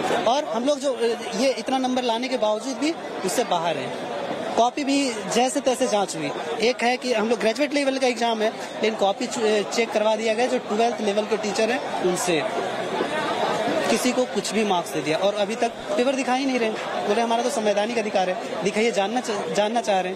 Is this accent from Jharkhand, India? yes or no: yes; Jharkhand, India; first language Khortha; Hindi is a second language; हमारा मातृभाषा खोरठा है, मैं यहाँ का मूलवासी हूँ